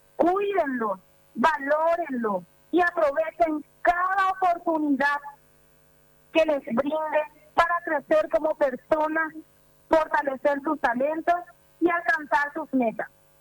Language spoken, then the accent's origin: Spanish; Paraguay; los paraguayos somos gigantes.